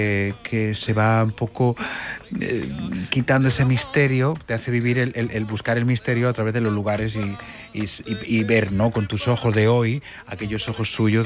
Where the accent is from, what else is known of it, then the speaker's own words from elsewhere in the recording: Badalona, Catalonia, Spain; Federico estuvo en mi tierra, ¿no?